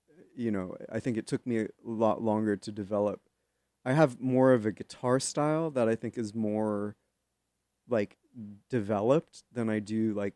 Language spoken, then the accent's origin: English; San Carlos, California, United States; born there; I grew up in San Carlos.